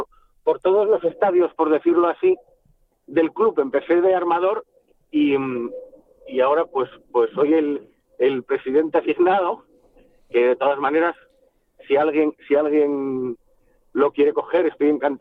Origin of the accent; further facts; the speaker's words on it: Andrín, Asturias, Spain; Yo soy de Andrín, pero vamos, llevo toda mi vida atravesado por Pancar en la bolera y en el pueblo